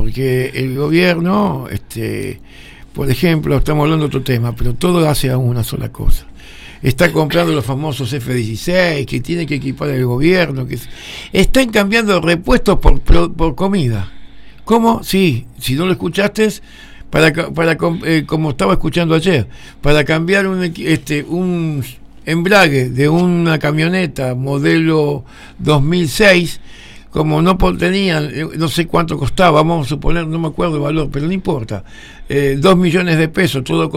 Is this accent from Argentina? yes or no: yes; Argentina; como argentinos estamos cada vez más locos